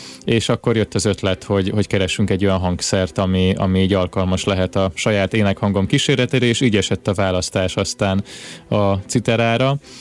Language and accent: Hungarian; Nova, Zala, Hungary; Én egy pici zalai faluban nőttem fel, Nován, ez egy 700 fős település